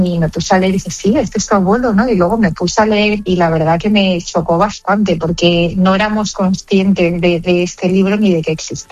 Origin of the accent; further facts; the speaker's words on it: China; now in Spain; como buena china, un gran sentimiento de responsabilidad, ¿no?